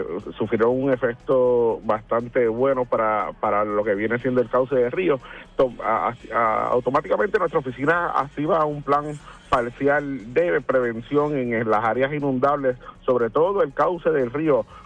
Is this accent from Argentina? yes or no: no; Puerto Rico